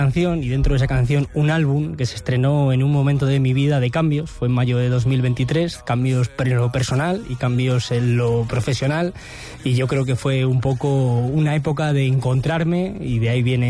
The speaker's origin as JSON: {"language": "Spanish", "town": "Palencia", "region": "Castile and León", "country": "Spain", "tie": "born or raised there", "said": "Yo soy de San Juanillo, toda la vida he vivido allí hasta que me fui a estudiar fuera de Palencia a la universidad. Estudié en el Sofía Tartilán, tanto infantil como primaria. Luego estudié la ESO en el Victorio Macho, después bachillerato en la Tejera"}